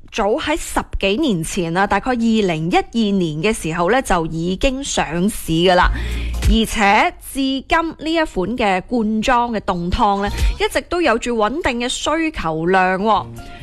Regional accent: Guangdong, China; 我哋广东人唔系最中意老火汤啊、煲靓汤啊、饮汤水嘅

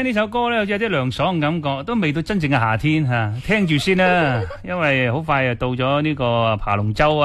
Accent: Guangdong, China; 我哋广东人

